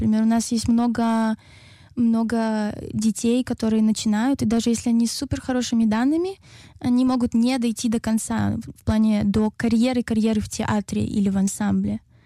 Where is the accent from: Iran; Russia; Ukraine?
Ukraine; я из Украины